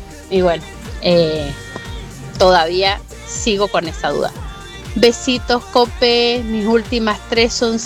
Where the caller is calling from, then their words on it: Guaymallén, Mendoza, Argentina; de Guaymallén.